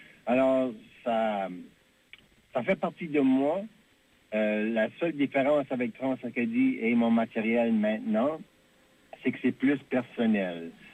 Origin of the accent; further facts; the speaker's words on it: Anse-Bleue, New Brunswick, Canada; now in Moncton, Canada; Oui, un gars d'Anse Bleue.